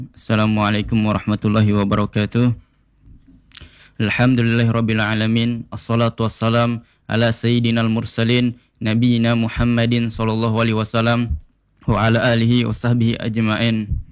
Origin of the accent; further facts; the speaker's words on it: Central Kalimantan, Indonesia; moved away as an adult; now in Palangka Raya, Indonesia; Asal saya dari Katingan.